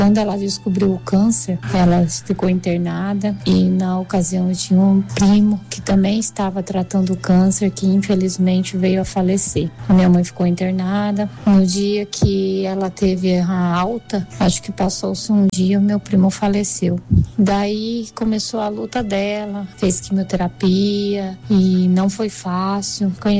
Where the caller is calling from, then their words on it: Bertioga, São Paulo, Brazil; sou de Bertioga